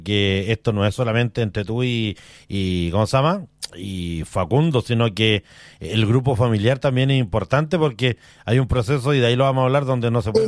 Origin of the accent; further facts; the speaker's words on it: Chile; Yo también soy bien chileno para mis cosas.